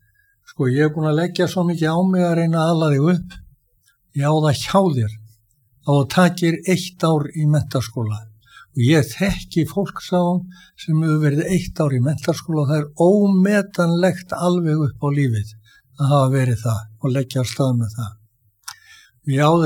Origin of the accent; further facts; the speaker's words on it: Reykjavík, Capital Region, Iceland; ég er uppalinn sko í Brekkakörfinni í Skólavörðaholti og var bjóð þar fram undir fermingaraldur.